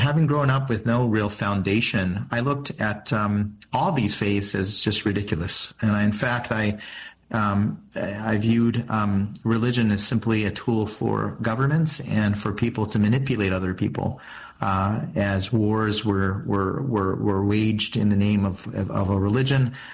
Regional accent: Arizona, United States; And I grew up in Arizona to two parents who really didn't talk about religion.

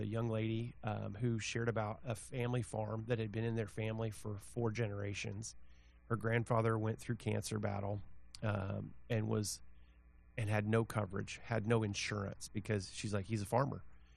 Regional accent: Manhattan, United States; I'm from Manhattan

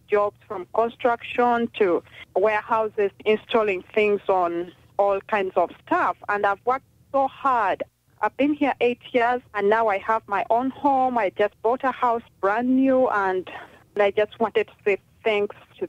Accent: Uganda; moved away as an adult; now in United States; I'm from Uganda. 8 years ago, before I moved here

